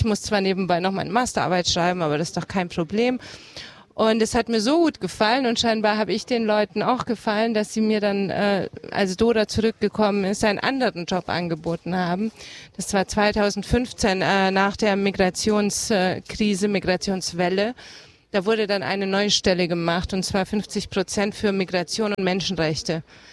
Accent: Munich, Bavaria, Germany; moved away as an adult; Ich bin Ungarin, in Deutschland geboren und aufgewachsen, in München.

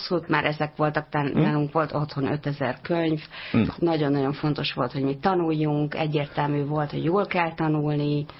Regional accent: Szolnok, Jász-Nagykun-Szolnok, Hungary; born there; Szolnokon születtem.

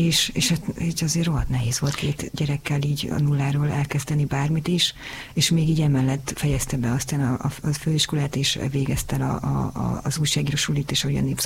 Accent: Budapest, Hungary; also born or lived in Gyöngyös, Heves County; rögtön 3-4 hónapos voltam, amikor felköltöztünk Pestre

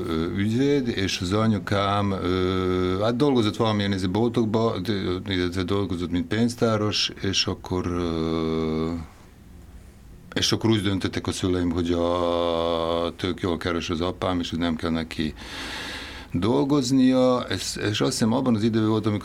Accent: Novi Kneževac, Vojvodina, Serbia; first language Serbian; Hungarian is a second language; moved away; also born or lived in Piliscsaba; Novik Nezsevácon születtem, ami a magyar neve az Török Kanizsa, ami 3 kilométerrel van a Kanizsától, Tiszán túl

